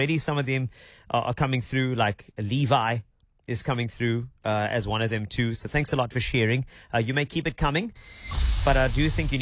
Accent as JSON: {"language": "English", "town": "Cape Town", "region": "Western Cape", "country": "South Africa", "said": "I'm from Cape Town."}